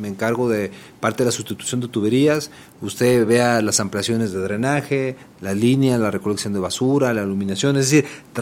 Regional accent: Calera, Zacatecas, Mexico; also born or lived in Fresnillo; Yo en la capital de Zacatecas. Zacatecas. Crecí en Calera, pero nuestra ascendencia, recuerden que es del sur de Zacatecas, de la tierra cascana de Juchipila.

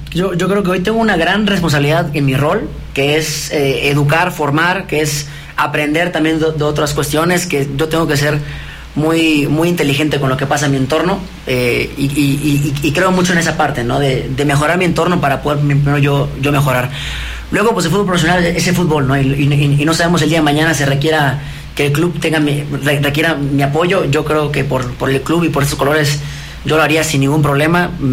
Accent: Mérida, Yucatán, Mexico; moved away as an adult; also born or lived in Northern Ireland / United States; Yo soy de Mérida, soy de Mérida. Yucateco, sí.

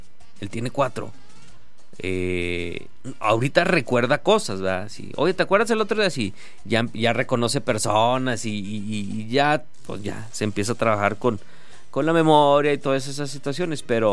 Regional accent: Calera, Zacatecas, Mexico; No soy de Toribio, soy de Calera.

